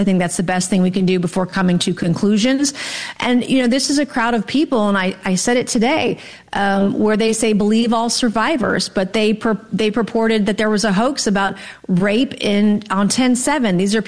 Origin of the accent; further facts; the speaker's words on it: South Carolina, United States; After that stabbing in Spartanburg 2 days later near my hometown in South Carolina